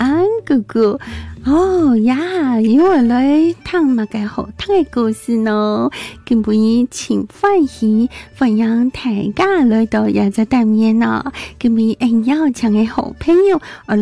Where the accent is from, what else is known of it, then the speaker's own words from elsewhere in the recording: Taipei, Taiwan; 我父母都是客家人、哦、可是我不是在客家庄长大的、 哦、 我是在台北我左邻右舍没人讲客语啊那时候就是会听然后讲不是很好